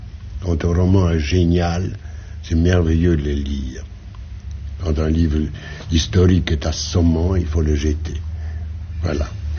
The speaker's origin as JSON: {"language": "French", "country": "Poland", "said": "J'étais alors sujet russe."}